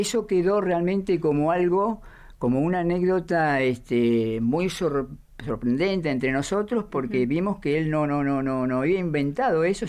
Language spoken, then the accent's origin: Spanish; Buenos Aires, Argentina; Yo vengo de Buenos Aires. Mi papá, mis padres eran paraguayos, ya no viven.